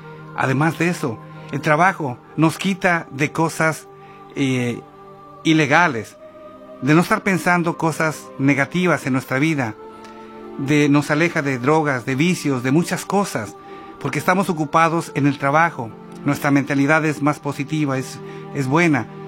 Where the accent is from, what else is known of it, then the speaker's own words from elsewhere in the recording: Mexico; moved away; Amo México. También amo mucho a este país porque me ha dado cosas que yo jamás pensé que pudiera obtener allá en mi país mexicano.